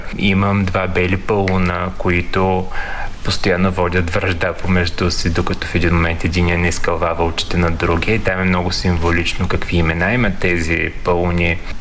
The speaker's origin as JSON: {"language": "Bulgarian", "town": "Yambol", "region": "Yambol Province", "country": "Bulgaria", "moved": "as an adult", "lives_now": "Burgas, Bulgaria", "said": "По принцип съм от Ямбол, но се чувствам вече бургазлия, защото повече от 12 години живея там."}